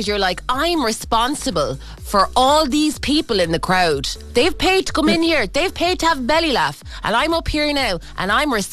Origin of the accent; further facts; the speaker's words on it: Kerry, Munster, Ireland; I am from Kerry